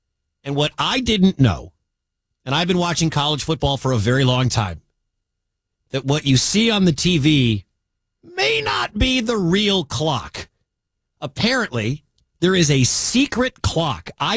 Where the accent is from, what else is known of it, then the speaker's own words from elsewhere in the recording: Detroit, Michigan, United States; I am a huge Michigan fan. I am from Detroit.